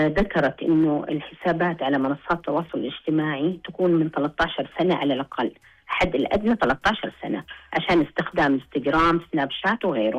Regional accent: Saudi Arabia; اللي عندنا في المملكة العربية السعودية

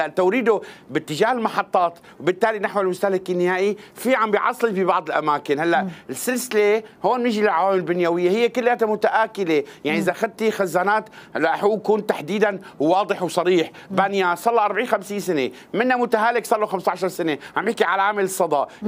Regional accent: Syria; احنا استعدنا الحقول كلياتنا كسوريين

